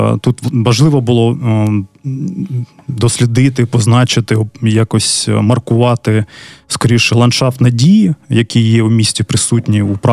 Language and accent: Ukrainian; Kharkiv, Kharkiv Oblast, Ukraine; Там, я харків'янин, більша частина команди теж з Харкова, всі ми дуже любимо своє місто